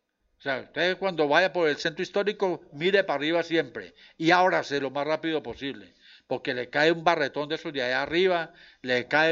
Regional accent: Colombia; somos todos los colombianos

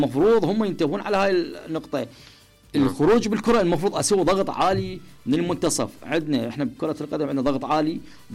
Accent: Iraq; احنا لاعبين عراقيين.

